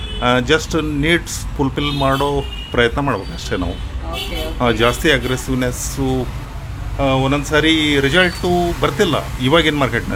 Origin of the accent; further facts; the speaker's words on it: Karnataka, India; moved away as an adult; also born or lived in Hubli-Dharwad; now in Shivamogga, India; ನಾ basically from north Karnataka. ಇವರೇ ಅಂದರೆ ಹುಬ್ಳಿ ಧಾರವಾಡ ಕಾಲೇಜ್ ಎಲ್ಲ, ಆಮೇಲೆ ಬಿಸ್ನೆಸ್ ಅಂತೇಳಿ ಹಿಂಗೆ ಶಿವಮೊಗ್ಗದವರೆಗೆ ಬಂದೆ.